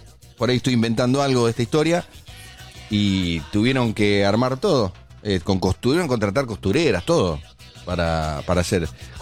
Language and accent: Spanish; Argentina; Somos argentinos, sufrimos